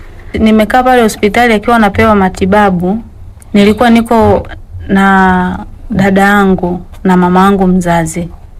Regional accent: Iringa, Tanzania; mimi ni mwenyeji wa Iringa.

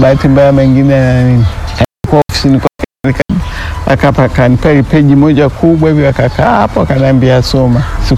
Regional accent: Buigiri, Dodoma, Tanzania; also born or lived in Zanzibar / Mvumi; Sisi kwa kweli tumekulia Dodoma, kwa Wagogo ndio, hata Kigogo nilikuwa nakijua sana, na ni sehemu za pale Chamwino, upande wa pili wa barabara hii inayotoka Dar es Salaam, kuna kijiji mji unaitwa Buigiri.

